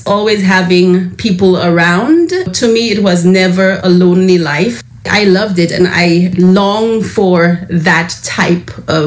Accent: St. Lucia; moved away; My fondest memories of growing up in St. Lucia is just the joy of the rhythm of life there. It's a slower pace of life

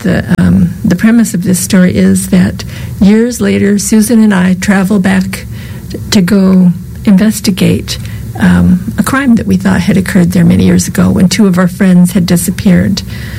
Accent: Fresno, California, United States; Well, I grew up mostly in Fresno.

